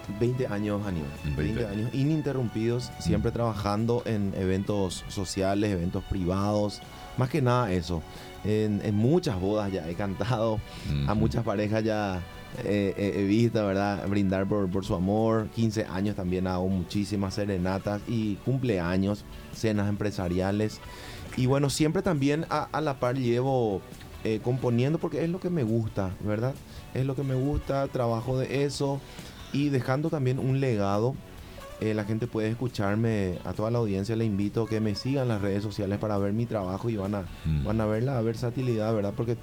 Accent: Asunción, Paraguay; born there; Yo nací en la ciudad de Asunción, sí, en el hospital militar.

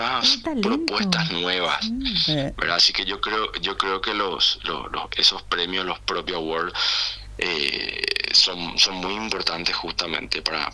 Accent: Paraguay

